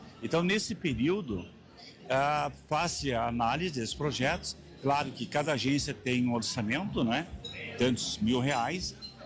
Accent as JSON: {"language": "Portuguese", "country": "Brazil", "said": "nós, enquanto brasileiros"}